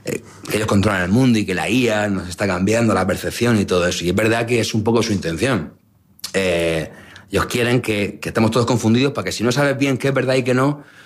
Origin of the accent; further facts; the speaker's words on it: Murcia, Region of Murcia, Spain; Soy un chico de Murcia, uh-huh. Nací en el año 86.